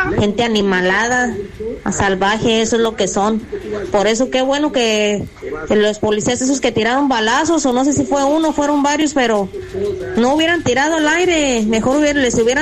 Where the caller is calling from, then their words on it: Apatzingán, Michoacán, Mexico; me da vergüenza decir que soy de Apatzingán.